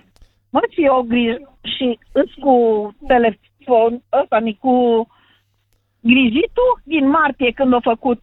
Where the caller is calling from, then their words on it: Cluj-Napoca, Cluj County, Romania; și sunt din Cluj-Napoca